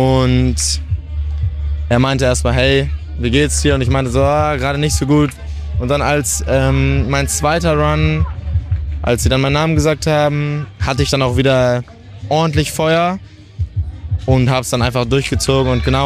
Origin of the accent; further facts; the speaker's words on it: Portugal; moved away; also born or lived in Hamburg; ich bin 19 Jahre alt. Ich komme aus Hamburg, bin aber tatsächlich in Portugal groß geworden.